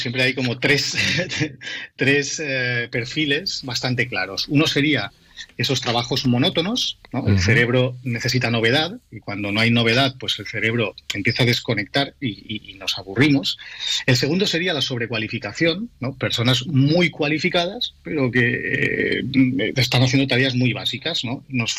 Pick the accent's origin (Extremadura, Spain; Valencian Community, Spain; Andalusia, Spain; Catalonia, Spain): Valencian Community, Spain; Algemesí; estuve mucho tiempo poniendo gasolina en Algemesí, que es de donde yo soy.